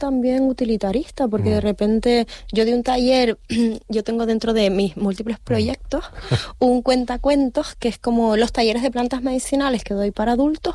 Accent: Canary Islands, Spain; Ya sé lo que soy, José, sí, Gregorio, soy, sí, meta canaria.

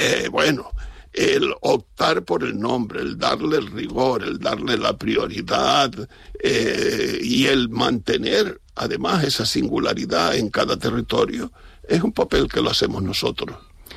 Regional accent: Villa de Mazo, Canary Islands, Spain; Sí, yo soy de Mazo y además los palmeros somos muy chauvinistas. Encima los mazucos también lo somos, los macenses, como se suele llamar.

